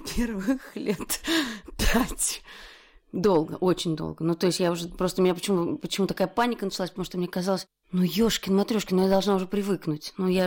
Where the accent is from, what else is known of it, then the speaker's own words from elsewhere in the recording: Latvia; Russian is a second language; Потому что я латышка, иностранная гражданка.